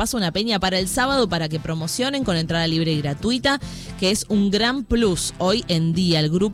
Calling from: Caballito, Buenos Aires, Argentina; soy de Caballito

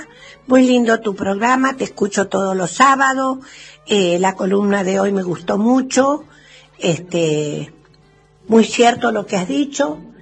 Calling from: Rama Caída, Mendoza, Argentina; de Ramacaída.

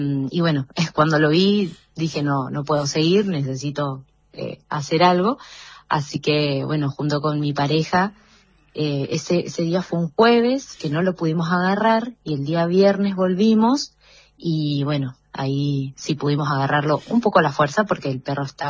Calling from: Rama Caída, Mendoza, Argentina; yo vivo en Rama Caída

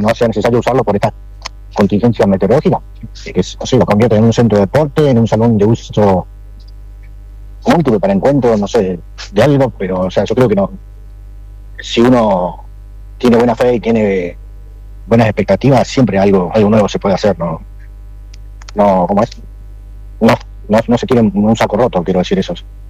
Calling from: Neuquén, Argentina; de Neuquén, soy camionero, viajo mucho para acá, para el lado de Junín de los Andes.

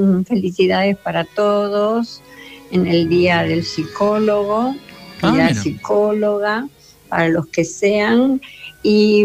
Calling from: Buenos Aires, Argentina; de Parque Chas.

